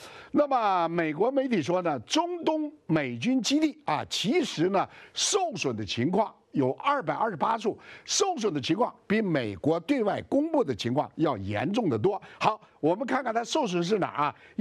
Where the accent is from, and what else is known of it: China